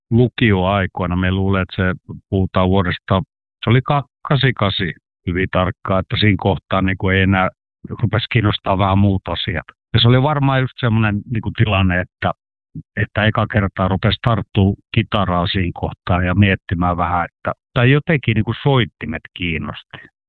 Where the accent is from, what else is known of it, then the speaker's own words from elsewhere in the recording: Lappeenranta, South Karelia, Finland; Me ollaan karjalaiset vähän hitaita asioiden omaksumisessa